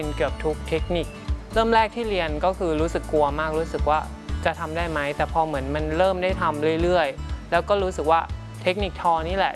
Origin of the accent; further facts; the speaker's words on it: Sisaket, Thailand; moved away; หนูมาจากศรีสะเกษ